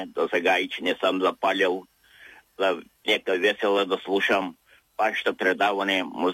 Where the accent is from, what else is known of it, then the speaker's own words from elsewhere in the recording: Dulovo, Silistra Province, Bulgaria; от Дулово